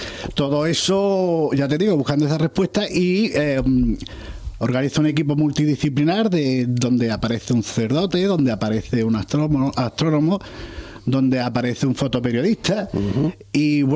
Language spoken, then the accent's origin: Spanish; Cádiz, Andalusia, Spain; yo soy un escritor gaditano